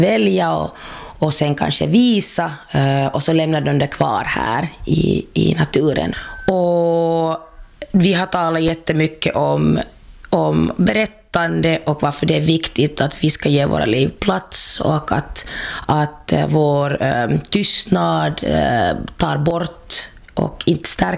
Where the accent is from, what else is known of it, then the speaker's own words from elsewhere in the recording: Helsinki, Uusimaa, Finland; alltså jag är ju från Helsingfors, och då när jag var yngre så fanns det liksom inga referenser